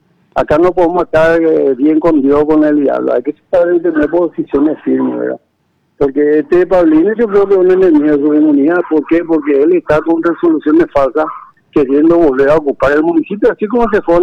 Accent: Asunción, Paraguay; born there; yo nací en Asunción, puedo haber nacido en Caguazú, en Ciudad del Este, en donde sea, pero soy paraguayo

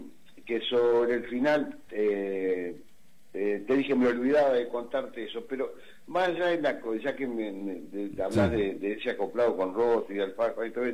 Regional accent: Rafaela, Santa Fe, Argentina; de los rafaelinos que estuvimos en boca de todos a nivel nacional

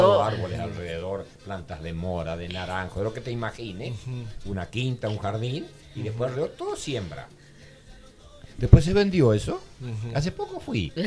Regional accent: Argentina; Recuerdo de mi infancia vivir aquí en Barros Pasos.

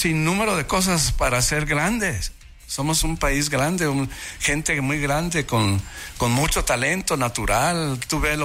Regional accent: Mexico

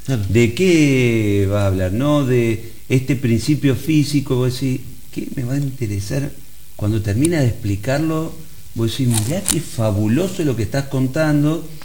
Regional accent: Argentina; como somos los argentinos

